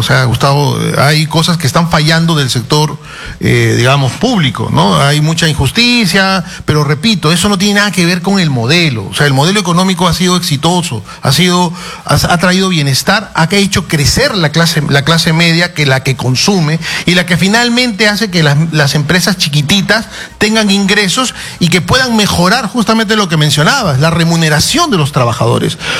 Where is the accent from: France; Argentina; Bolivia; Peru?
Peru; De verdad, eso a mí me preocupa como peruano. No podemos seguir en esta inestabilidad política, ¿cierto?